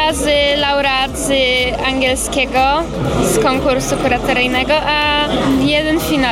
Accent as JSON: {"language": "Polish", "town": "Bydgoszcz", "region": "Kuyavian-Pomeranian Voivodeship", "country": "Poland", "said": "Z Bydgoszczy."}